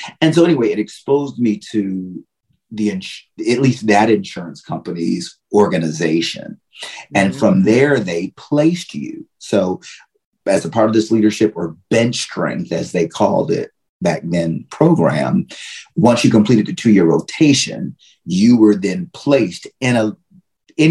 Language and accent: English; Connecticut, United States; I grew up in Connecticut